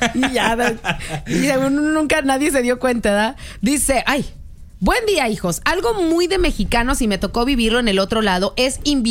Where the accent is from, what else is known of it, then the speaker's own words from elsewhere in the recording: Mexico; Para eso estamos los mexicanos, aquí y donde sea.